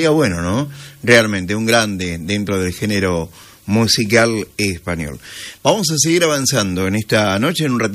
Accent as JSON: {"language": "Spanish", "country": "Argentina"}